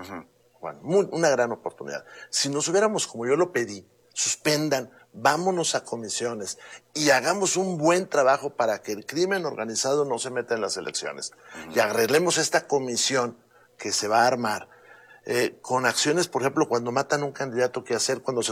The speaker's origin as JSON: {"language": "Spanish", "region": "Coahuila", "country": "Mexico", "said": "Yo estoy enamorado de mi tierra, de Coahuila y de la frontera."}